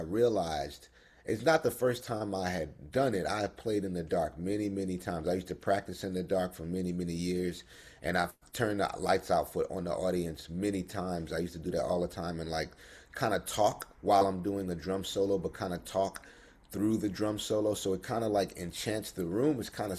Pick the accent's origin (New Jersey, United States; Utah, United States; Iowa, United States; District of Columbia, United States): District of Columbia, United States; Washington; And so I'm from Washington DC, Southeast Washington DC. I grew up in the African Center schools in DC, like Watoto and that community Nation House Positive Action Center.